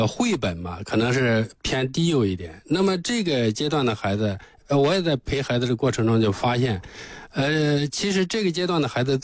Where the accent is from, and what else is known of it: China